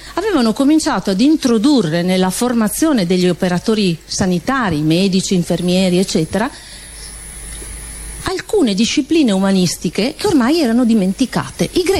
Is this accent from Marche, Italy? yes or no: yes; Castelfidardo, Marche, Italy; born there; now in Friuli-Venezia Giulia, Italy; sono di Castelfidardo, quindi sono nata a Castelfidardo, una mamma castellana